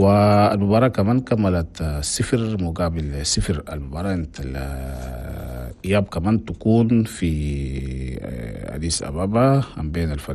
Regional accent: Chad; أنا راديو تشاد نفس الساعة في كل الأقاليم أنا بلدنا تشاد

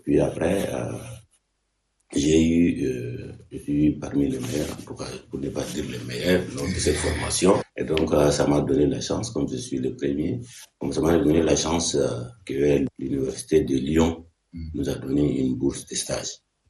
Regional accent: Abéché, Ouaddaï, Chad; moved away as an adult; now in N'Djamena, Chad; Je suis né à 1969 à Béchi …

